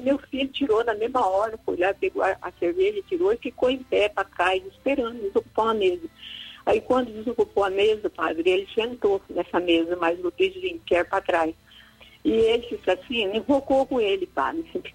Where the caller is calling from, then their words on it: Limeira, São Paulo, Brazil; Eu falo de Limeira